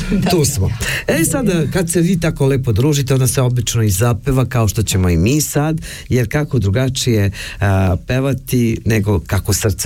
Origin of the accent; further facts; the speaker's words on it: Jablanica District, Serbia; nego sela, planine i taj naš kraj, jer dolazi iz Leča, tako se zove region, odakle sam ja.